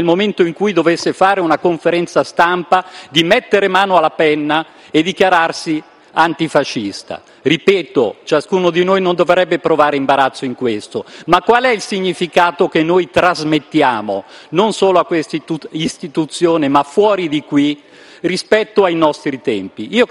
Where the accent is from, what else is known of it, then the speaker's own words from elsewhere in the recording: Morbegno, Lombardy, Italy; Vengo da Morbegno, città di Ezio Vanoni